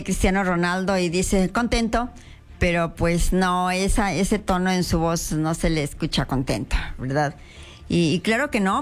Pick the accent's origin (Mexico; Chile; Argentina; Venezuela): Mexico; yo también soy mexicana